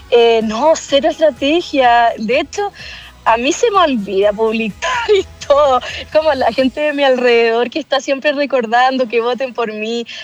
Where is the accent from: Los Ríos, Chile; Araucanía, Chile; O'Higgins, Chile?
Los Ríos, Chile; Valdivia; yo soy de región, pues yo soy de Valdivia